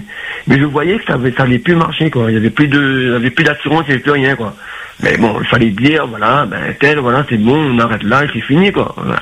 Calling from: Saint-Denis, Réunion; Bah, je suis de Saint-Denis, j'ai 49 ans, je suis de type métier.

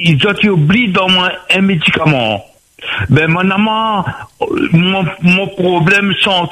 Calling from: Saint-André, Réunion; Moi, on a plus 20 ans, mon Olivier. Mais j'habite à Saint-André.

